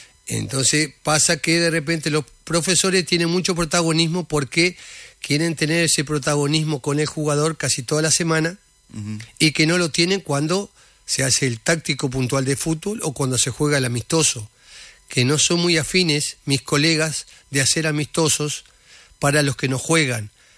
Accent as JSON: {"language": "Spanish", "country": "Uruguay", "said": "Yo soy uruguayo y él es argentino."}